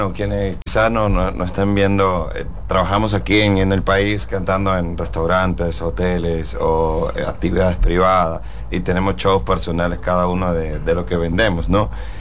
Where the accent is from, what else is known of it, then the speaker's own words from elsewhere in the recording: Venezuela; moved away as an adult; porque también somos extranjeros. Él es colombiano, yo soy venezolano, y nosotros también vivimos de hotel en hotel